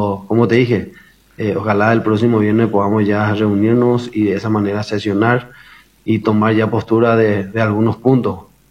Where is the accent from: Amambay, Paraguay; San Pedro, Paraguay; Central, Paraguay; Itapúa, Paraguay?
San Pedro, Paraguay; nuestra comunidad de Huaycá, de donde yo vengo.